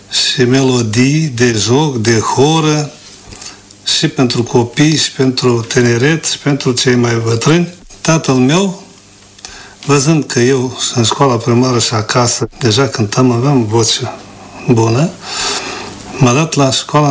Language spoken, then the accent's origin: Romanian; Chiriet-Lunga, Gagauzia, Moldova; În genere, din satul meu natal, Chiriet Lunga, de la Șezători, de la Hore, de la Nunți.